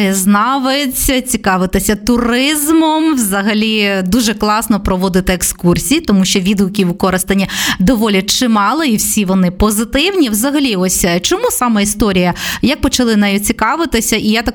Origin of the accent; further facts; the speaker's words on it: Korosten, Zhytomyr Oblast, Ukraine; Ми коростенці